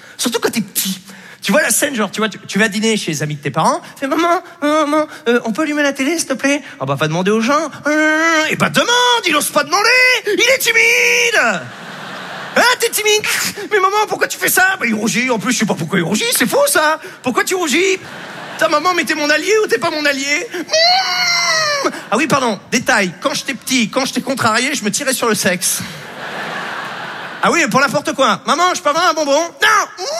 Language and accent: French; Normandy, France; J'ai grandi en Basse-Normandie, Et une psy en Basse-Normandie, on va relativiser, c'est pas pareil, non.